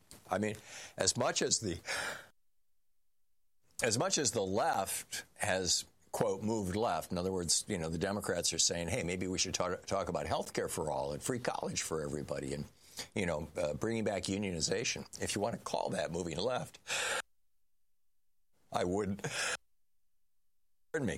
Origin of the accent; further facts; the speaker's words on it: Lansing, Michigan, United States; I remember George Fish at SDS when I was growing up in Lansing, Michigan, or in East Lansing at MSU.